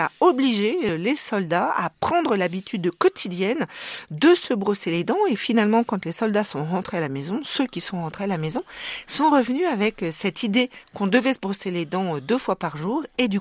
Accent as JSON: {"language": "French", "country": "France"}